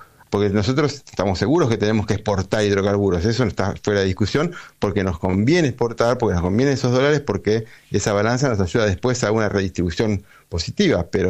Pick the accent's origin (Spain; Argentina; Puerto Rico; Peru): Argentina; Tenemos gas en Argentina.